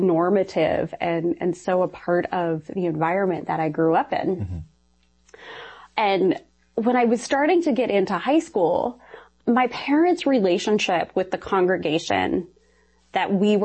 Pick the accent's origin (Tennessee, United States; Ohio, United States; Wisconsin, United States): Ohio, United States; born or raised there